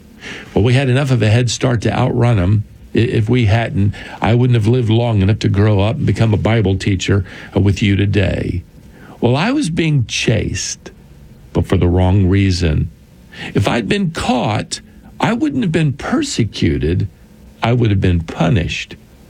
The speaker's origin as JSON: {"language": "English", "country": "United States", "said": "which frankly, we can't imagine here in my home country of America."}